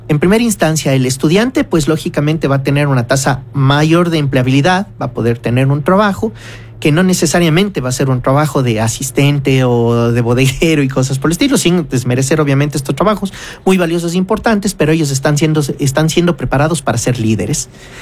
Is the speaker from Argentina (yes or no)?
no; Ecuador